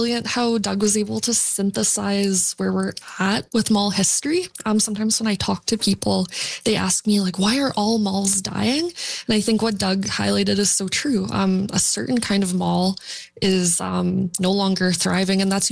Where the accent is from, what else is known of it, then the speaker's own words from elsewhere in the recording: Edmonton, Alberta, Canada; moved away as an adult; I moved to Vancouver to go to grad school. And then through introducing myself to people, I would say that I'm from Edmonton